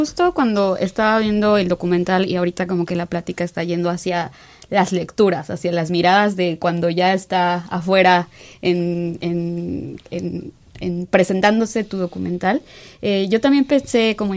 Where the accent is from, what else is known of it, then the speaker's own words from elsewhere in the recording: Hidalgo, Mexico; moved away; yo vengo de Hidalgo